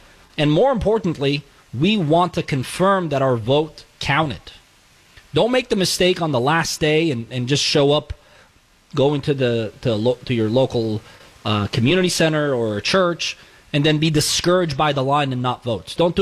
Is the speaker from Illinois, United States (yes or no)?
no; California, United States; I believe, as a Californian, the we hit that ship.